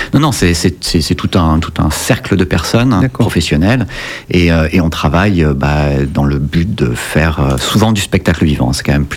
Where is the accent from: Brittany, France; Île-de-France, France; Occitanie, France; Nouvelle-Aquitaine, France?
Nouvelle-Aquitaine, France; Tout simplement parce que j'en suis natif. Je suis né vraiment dans le Nord Périgord, ma famille est encore là.